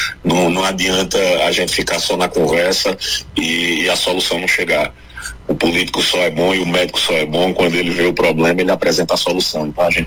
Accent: Canhotinho, Pernambuco, Brazil; E o terceiro foi Canhotinho, Minha Terra.

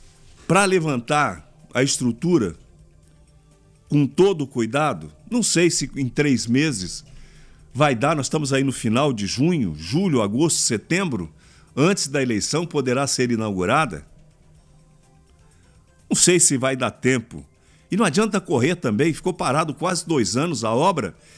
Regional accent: Dourados, Mato Grosso do Sul, Brazil; A Feira Livre tem história aqui em Dourados. Eu cresci indo na Feira Livre com a minha mãe

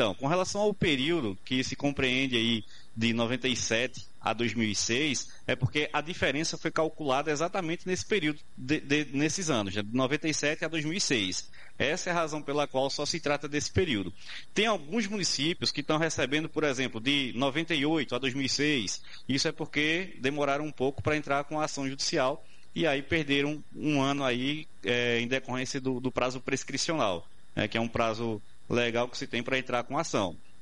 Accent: Alagoinha, Pernambuco, Brazil; Eu sou de Alagoinha

